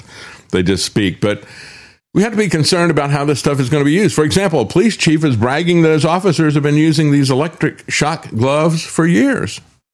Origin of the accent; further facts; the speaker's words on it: United States; I grew up in America that didn't have the police in school.